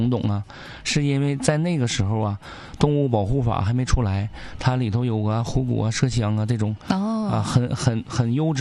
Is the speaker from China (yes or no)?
yes; Northeast China, China; 咱们东北人不喝